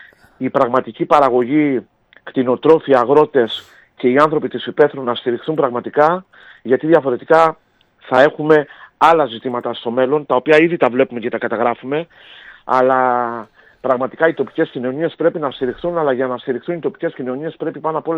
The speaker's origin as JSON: {"language": "Greek", "town": "Amariano", "region": "Crete", "country": "Greece", "said": "το λέγαμε και στο χωριό μου, το Αμαριανό Παιδιάδος"}